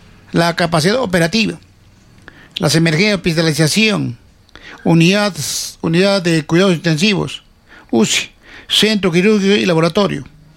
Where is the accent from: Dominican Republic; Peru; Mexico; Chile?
Peru; Cerro Colorado, Arequipa; born there; now in Sachaca (Congata/Chumayo area), Peru; pues yo también, hijo cerreño, pero que tengo familia, siempre voy a mi distrito, que vuelve a mi tierra donde he nacido, ¿no? Donde me ha parido mi madre. Siempre voy, por más que vive en Congato Chumayo, yo siempre voy a Cerro Colorado.